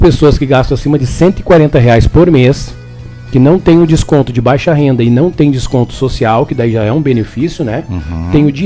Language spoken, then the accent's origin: Portuguese; Araranguá, Santa Catarina, Brazil; Somos de Araranguá.